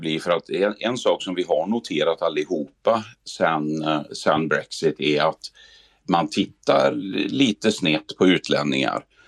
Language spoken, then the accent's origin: Swedish; Sweden; now in England, United Kingdom; men du pratar ju med mig, jag är ju svensk.